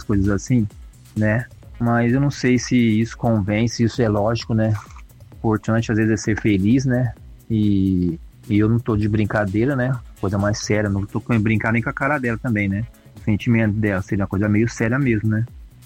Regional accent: Ribeirão, Brazil; tenho 56 anos … sou de Ribeirão

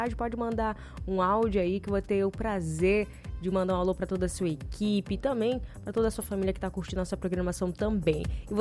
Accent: Belém, Pará, Brazil; born there; O ano que eu nasci lá em Belém

